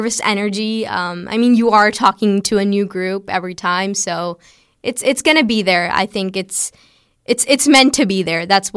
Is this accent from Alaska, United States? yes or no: no; South Fayette, Pennsylvania, United States; born there; I started here in third grade, and now I'm in 11th grade